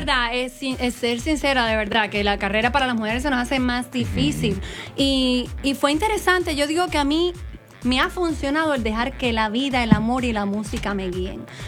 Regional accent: Guayos, Sancti Spíritus, Cuba; en el pueblo que yo nací, en Guayos, en Santi Espíritu, se escuchaban muchos tríos.

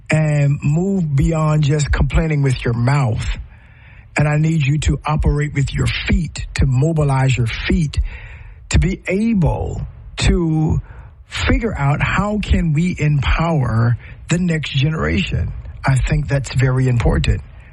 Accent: United States; And we are American.

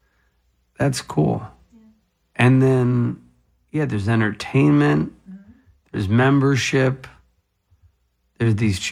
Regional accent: Ocean County, New Jersey, United States; I'm from Ocean County

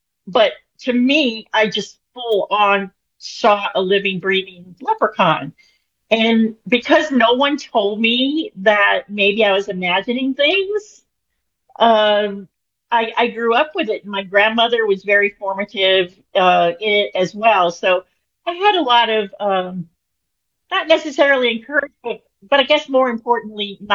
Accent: New Orleans, Louisiana, United States; but I'm from New Orleans, so I feel like that kind of comes with the New Orleans territory

